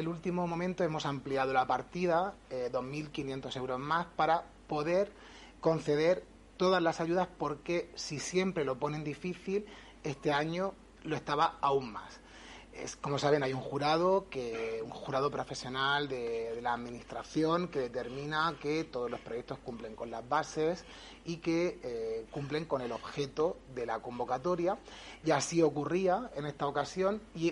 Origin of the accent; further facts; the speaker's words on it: Bullas, Region of Murcia, Spain; nos ha hecho sentirnos orgullosos de los que somos de aquí de Bullas, de nuestro pueblo, ¿no? De que sea un pueblo que haya apostado tanto por la cultura desde los inicios de la democracia.